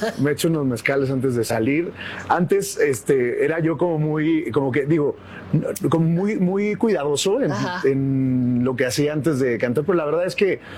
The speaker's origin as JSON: {"language": "Spanish", "town": "Huamantla", "region": "Tlaxcala", "country": "Mexico", "said": "Pues vengo de Huamantla, al final como digo, que uno sale del pueblo, pero el pueblo no sale de uno."}